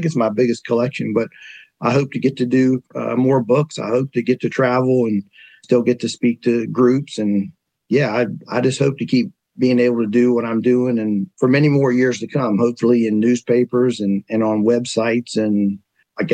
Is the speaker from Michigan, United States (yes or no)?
no; Covington, Virginia, United States; also born or lived in Clifton Forge, Virginia; now in Harrisonburg, United States; I was born in Clifton Forge, Virginia, and I grew up in my young childhood in Covington, Virginia, and we still have a family farm in Allegheny County, so I'm no stranger to, like, mountain communities. I love them, and I live in them.